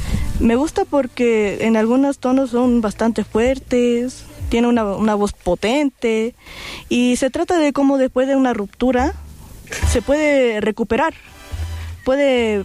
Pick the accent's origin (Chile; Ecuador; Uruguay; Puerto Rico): Chile; Yo soy de Chile, aunque mis padres son bolivianos.